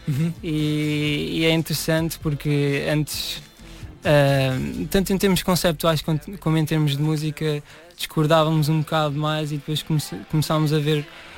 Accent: Portimão, Algarve, Portugal; moved away as an adult; also born or lived in Manchester, United Kingdom; Eu sou de Portimão.

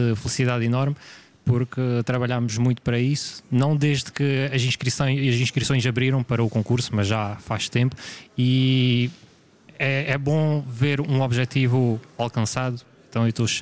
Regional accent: Algarve, Portugal; Somos do Algarve

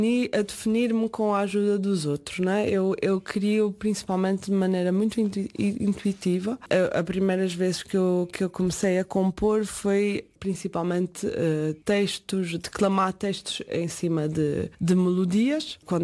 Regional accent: Calheta, Azores, Portugal; eu sou da Calheta.

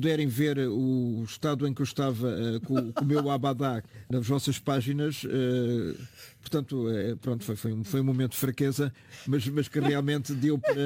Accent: Portugal; eu sou de Portugal.

